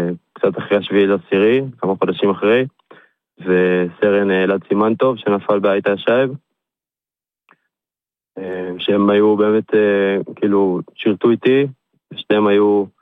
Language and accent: Hebrew; Gan Yavne, Central District, Israel; אני מגן יבנה.